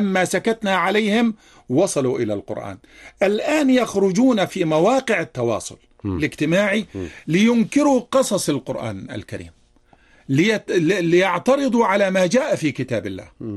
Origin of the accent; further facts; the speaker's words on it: Egypt; يا سيدي، بلدنا مصر عظمتها، عظمة مصر في أنها تحمي الإسلام وأمة الإسلام